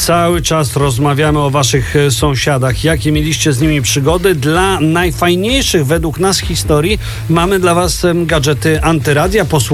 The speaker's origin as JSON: {"language": "Polish", "town": "Warsaw", "region": "Masovian Voivodeship", "country": "Poland", "tie": "born or raised there", "said": "jak wychowywaliśmy się na podwórkach, ja na Muranowie"}